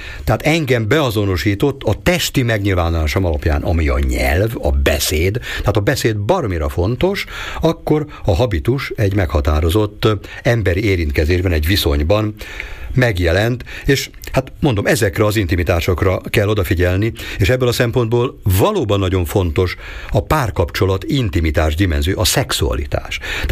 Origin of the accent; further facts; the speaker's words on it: Budapest, Hungary; Tehát én is úgy nőttem föl, hogy a nagyapám, aki a pátriárka volt a családban, 3 generáció élt együtt egy nagy lakásban, nagyszülők, szüleim, az anyámnak a nővére, az ő 2 gyereke, még 9-en laktunk együtt egy nagy lakásban Budapesten